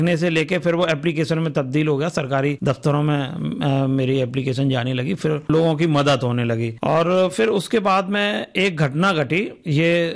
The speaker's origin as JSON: {"language": "Hindi", "town": "Agra", "region": "Uttar Pradesh", "country": "India", "tie": "born or raised there", "said": "देखिए, मैं प्रॉपर आगरा से ही हूं और आगरा में ही मेरा जन्म हुआ है"}